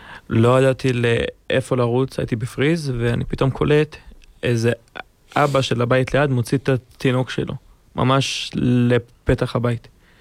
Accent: Gaza Strip, Palestine; moved away; also born or lived in Israel / Egypt; אני יליד לאבא פלסטיני, עזתי, ולאמא יהודיה, אשדודית, ונולדתי בארץ, בצפון, וגיל 3 עברנו למצרים, גיל 5 העבירו אותנו

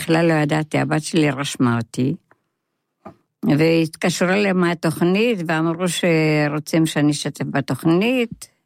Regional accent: Rishon LeZion, Central District, Israel; born there; also born or lived in Gesher HaZiv; אני נולדתי בארץ בראשון, גרתי אצל סבא וסבתא

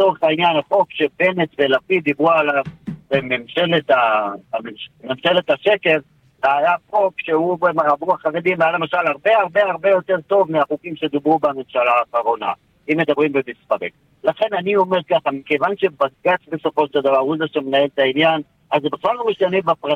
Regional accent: Jerusalem, Jerusalem District, Israel; כי בירושלים, כירושלמי מכל חיי

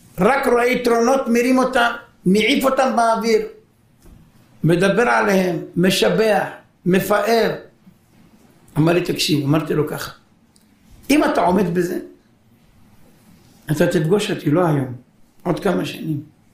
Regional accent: Haifa, Haifa District, Israel; אני בא להורים שלי גרו בחיפה. אני בא מחיפה.

